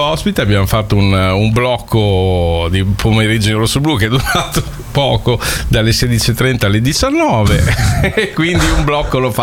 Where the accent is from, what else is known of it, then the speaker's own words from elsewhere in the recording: Bologna, Emilia-Romagna, Italy; se lo dico io da bolognese